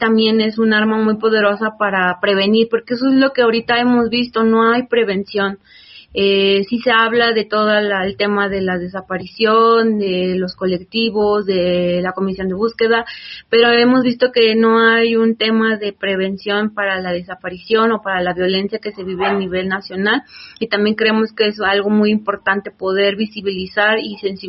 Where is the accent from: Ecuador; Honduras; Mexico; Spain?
Mexico; Ecatepec, State of Mexico; soy de aquí de Catepec, Estado de México.